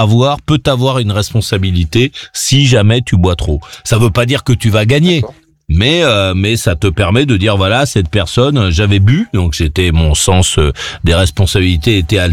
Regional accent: France; chez nous en France

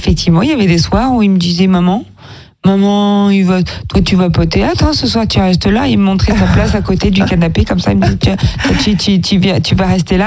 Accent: Toulon, Provence-Alpes-Côte d'Azur, France; now in Paris, France; je suis plus à l'endroit où j'ai grandi, puisque je suis originaire de Toulon, et donc maintenant j'habite à Paris

